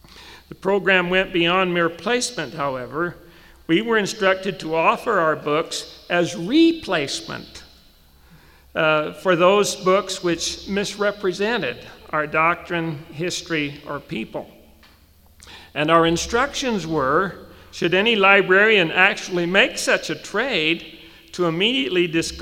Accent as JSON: {"language": "English", "town": "Ephraim", "region": "Utah", "country": "United States", "tie": "born or raised there", "said": "Growing up in Ephraim in Sanpete County, I was acquainted and then only casually with four non-Mormons, two of whom subsequently converted."}